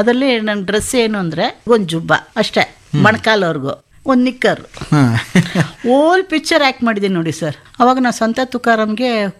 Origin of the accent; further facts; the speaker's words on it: Bangalore, Karnataka, India; moved away; also born or lived in Chennai; ನಾವು ಬ್ಯಾಂಗ್ಳೂರ್ನವರೇ ಸರ್. ನಮ್ಮ ಅಮ್ಮ ಕಣ್ಣೂರು, ಚಕ್ಕೂರ್ ಹತ್ರ ಕಣ್ಣೂರ್ ಅಂತ ಹಳ್ಳಿ ಅಂತೆ, ಗೊತ್ತಿಲ್ಲ ಅದು. ನಮ್ಮ ಅಪ್ಪಾಜಿ ಚಿಕ್ಕಮಂಗ್ಳೂರು.